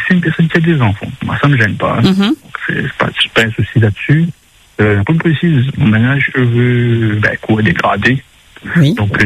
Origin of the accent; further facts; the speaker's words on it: Hauts-de-France, France; Donc je précise, je suis du Nord, mais après si c'est sur les autres secteurs, pas un souci non plus.